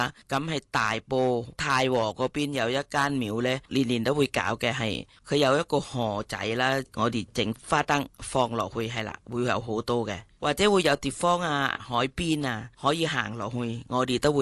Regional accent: Thailand; now in Hong Kong; 咁诶，我哋系泰国人啦，但系我哋系香港得几耐下啦。

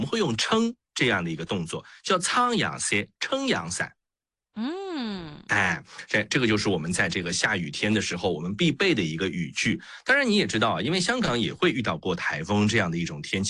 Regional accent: Shanghai, China; accent: Shanghainese; 在我们上海话中

